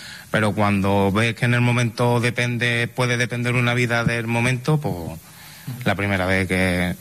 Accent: Setenil de las Bodegas, Andalusia, Spain; moved away as an adult; now in Ceuta, Spain; Yo soy de CETENIS de la Bodega.

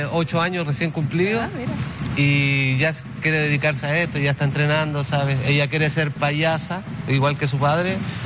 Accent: Chile; moved away as an adult; nosotros somos de Chile, ya este... Es nuestro tercer año ya por acá, por Europa.

